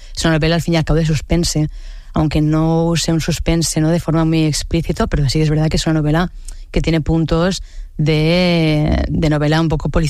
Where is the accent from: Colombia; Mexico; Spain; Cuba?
Spain; Barcelona, Catalonia; born there; yo soy nacida en Sants, en el barrio de Sants, que es evidentemente muy urbanita